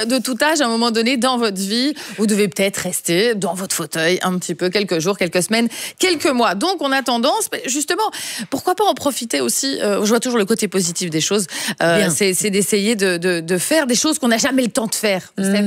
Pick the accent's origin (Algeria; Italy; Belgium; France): Belgium; Wallonia; born there; moi, je suis née près près de Libramont